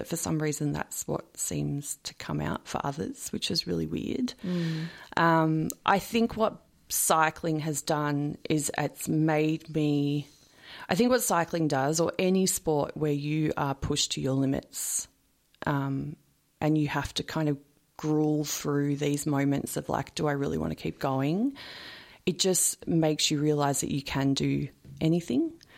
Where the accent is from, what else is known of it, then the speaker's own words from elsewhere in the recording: Narre Warren North, Victoria, Australia; born there; also born or lived in Emerald, Victoria; So we moved to the suburbs, hence my inner Bogan suburb girl. So I grew up in Narre Warren, North, yep. Berwick area, went to Berwick High.